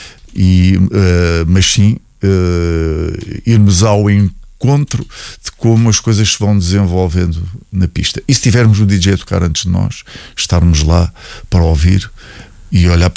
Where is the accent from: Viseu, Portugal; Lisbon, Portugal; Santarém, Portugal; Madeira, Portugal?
Lisbon, Portugal; now in Caldas da Rainha, Portugal; eu, agora sendo caldense, já vivo aqui nas Caldas há uns anos, mas sou lisboeta de nascença e cresci lá.